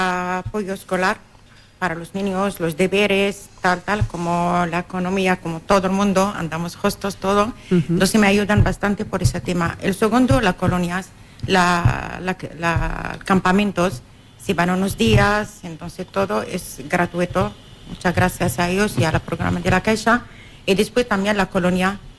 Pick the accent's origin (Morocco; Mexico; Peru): Morocco; now in Spain; el sur de Marruecos, el Sahara.